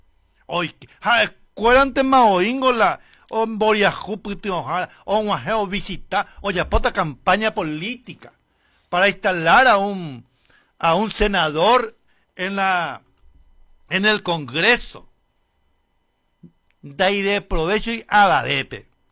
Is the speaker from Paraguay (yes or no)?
yes; Paraguay; lo boludo que somos los paraguayos